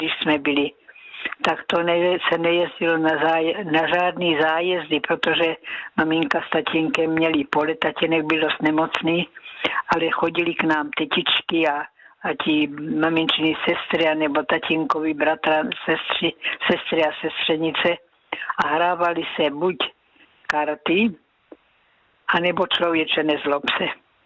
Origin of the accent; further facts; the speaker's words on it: Násedlovice, South Moravian Region, Czechia; pocházím z Násedlovic a přes pole jsme chodili do Klobouk do Brna